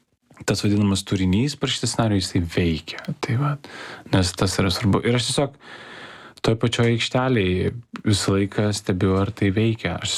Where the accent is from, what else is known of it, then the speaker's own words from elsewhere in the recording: Vilnius, Vilnius County, Lithuania; Tai aš sakau, kai aš buvau mažas, aš kažkaip augau Pašilaičiuose, 20-ais buvo visai kitokie tie Pašilaičiai.